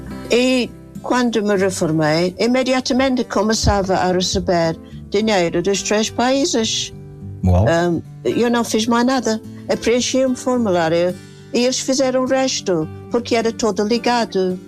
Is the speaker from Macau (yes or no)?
no; England, United Kingdom; now in Portugal; Assim, sim, sou britânica e isso não muda. mesmo se tenho uma alma portuguesa, tenho nacionalidade britânica, assim.